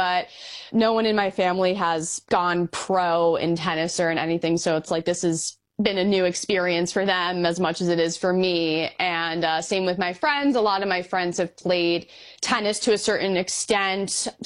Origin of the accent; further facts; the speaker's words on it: New York, United States; but I'm from New York, so US Open is a special place to me, just in my backyard.